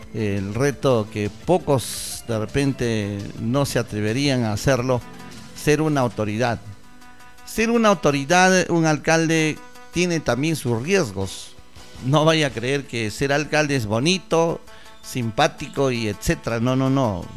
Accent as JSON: {"language": "Spanish", "town": "Mazamari", "region": "Junín", "country": "Peru", "said": "nos preocupamos como mazamarinos"}